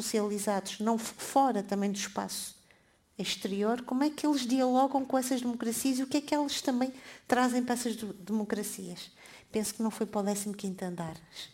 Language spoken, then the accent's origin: Portuguese; Portugal; Eu não sou apenas portuguesa. Eu sou portuguesa e mais qualquer coisa.